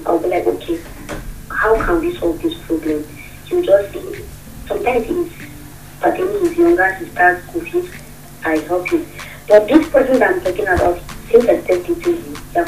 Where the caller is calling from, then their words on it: Lamin, West Coast, Gambia; from Lamin.